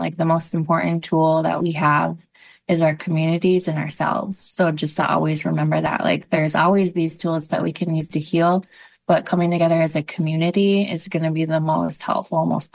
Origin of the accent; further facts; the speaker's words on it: Red Lake, Minnesota, United States; That's my Ojibwe name. I'm Bear Clan and I'm from Red Lake.